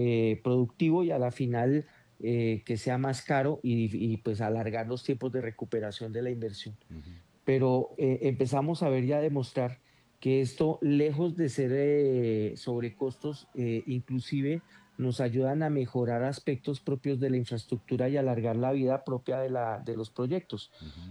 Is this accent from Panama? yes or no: no; Colombia; para nosotros como colombianos.